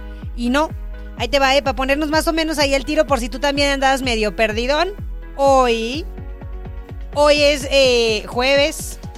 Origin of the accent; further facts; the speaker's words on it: Mexico City, Mexico; moved away; ya crecimos, oye, en Chilangolandia